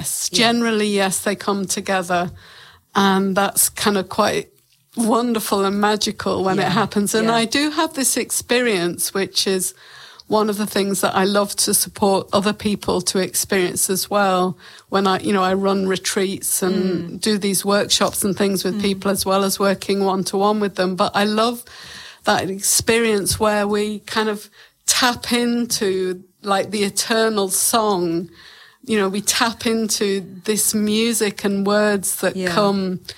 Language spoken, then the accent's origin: English; England, United Kingdom; now in New Zealand